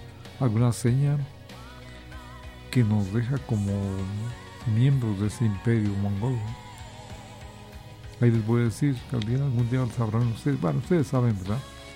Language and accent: Spanish; San Marcos, Guatemala; nosotros, los tejutlecos, los de Comitancillo, los de San Lorenzo, los de San Marcos, los de Guatemala, nosotros tenemos la mancha mongólica.